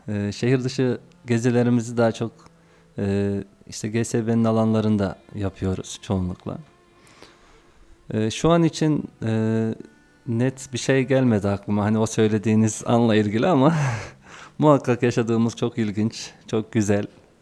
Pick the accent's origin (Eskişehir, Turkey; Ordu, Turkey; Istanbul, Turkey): Ordu, Turkey; moved away as an adult; also born or lived in Kayseri; Ben Kayseri'de üniversite okudum. Ordu memleketim. Ama Kayseri için ikinci memleketim diyebiliyorum.